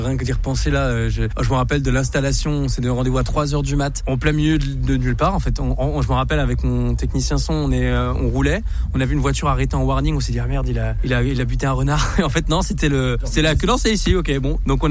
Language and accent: French; France; Français, bon, je suis français.